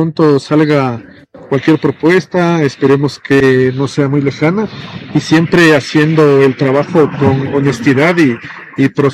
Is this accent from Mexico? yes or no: no; Ecuador; moved away; Los tres somos ecuatorianos